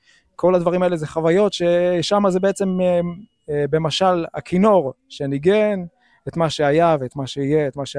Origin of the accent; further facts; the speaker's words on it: Safed, North, Israel; now in Netivot, Israel; גדלתי בצפת.